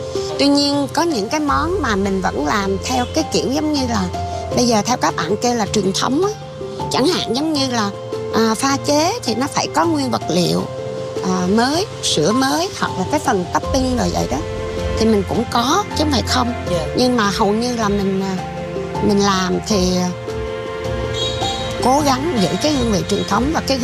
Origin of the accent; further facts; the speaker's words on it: Hue, Thừa Thiên Huế, Vietnam; now in Buon Ma Thuot, Vietnam; tại vì là người Huế mà